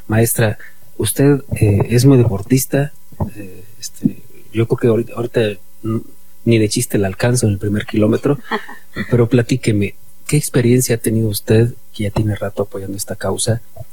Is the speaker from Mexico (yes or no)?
yes; Querétaro, Mexico